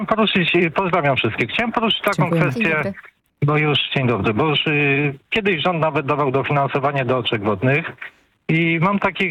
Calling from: Niepołomice, Lesser Poland, Poland

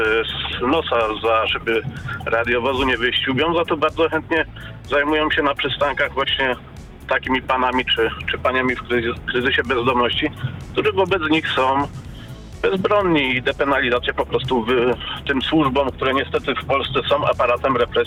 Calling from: Oświęcim, Lesser Poland, Poland; ja pochodzę z Oświęcimia

